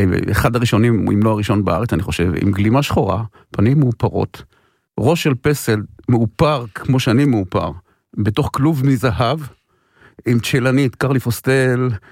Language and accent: Hebrew; Petah Tikva, Central District, Israel; גדלתי בפתח תקווה.